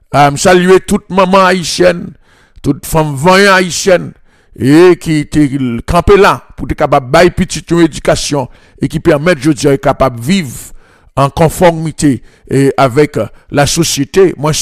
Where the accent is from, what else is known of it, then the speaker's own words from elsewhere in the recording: Haiti; nous en tant que haïtien